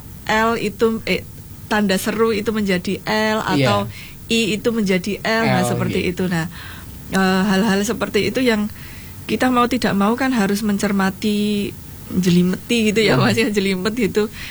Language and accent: Indonesian; Yogyakarta, Special Region of Yogyakarta, Indonesia; saya ini kan kebetulan hanya orang yang kebetulan lahir di Jogja ya. Lahir dan besar di Jogja